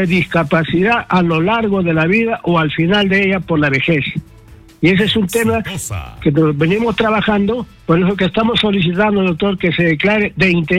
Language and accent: Spanish; Peru; todos los 34 millones de peruanos